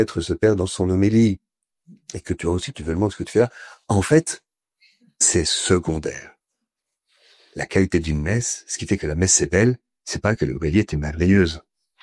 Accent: France; Puis comme nous on est très intelligents, parce qu'on est français, ils vont quand même un cran au-dessus des autres

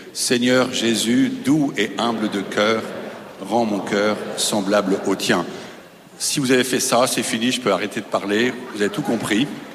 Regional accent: Paris, Île-de-France, France; je suis à Parisien

